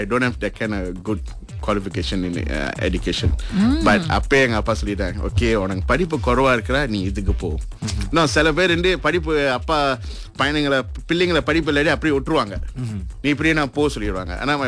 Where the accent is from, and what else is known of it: Petaling Jaya, Selangor, Malaysia; born or raised there